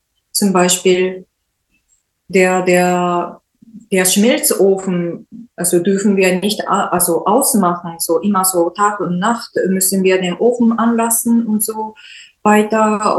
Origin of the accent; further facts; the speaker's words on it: Japan; now in Germany; Und ich wollte eigentlich in meiner Heimat also weiter wohnen, aber bei ihm war es ein bisschen schwierig, also in Japan zu wohnen